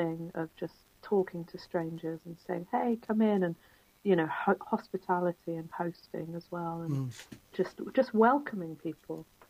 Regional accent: Newtown, Wales, United Kingdom; my hometown of Newtown

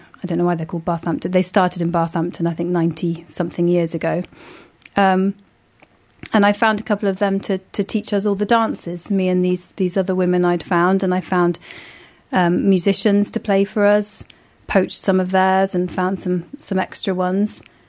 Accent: Bradford-on-Avon, South West England, United Kingdom; moved away as an adult; now in Frome, United Kingdom; I grew up nearby in Bradford-on-Avon, and I moved to Froome 7 years ago

